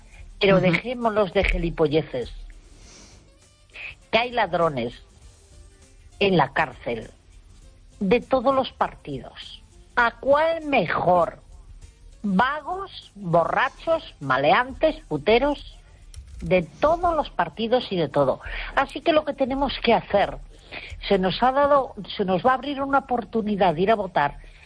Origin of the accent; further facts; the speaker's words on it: Galicia, Spain; born there; moved away; venir a Galicia, a mi pueblo, desde donde ahora estoy hablando.